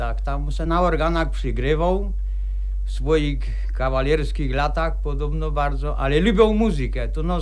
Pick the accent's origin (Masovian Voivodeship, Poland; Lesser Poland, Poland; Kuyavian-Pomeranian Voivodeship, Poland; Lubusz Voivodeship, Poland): Lesser Poland, Poland; Kościelisko; Urodził jak się tam tu w Kościelisku, na Kierpcówce. No i … jak tu mówimy.